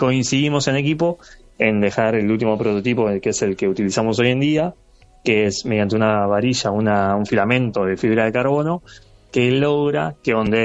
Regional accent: Quilmes, Buenos Aires Province, Argentina; born there; Yo soy de Buenos Aires. Yo nací en la ciudad de Quilmes. Bueno, vivo actualmente en Wilde, en Avellaneda, la zona sur de la provincia de Buenos Aires, pero bueno, tengo familia en Córdoba

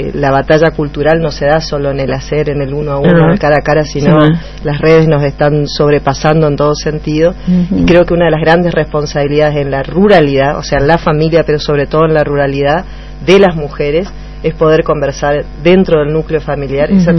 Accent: Sausalito, Chaco, Argentina; Así como con orgullo me considero norteña, como digo, y de Sausalito, del Impenetrable.

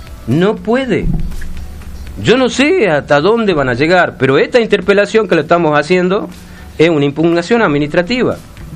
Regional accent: Tucumán, Argentina

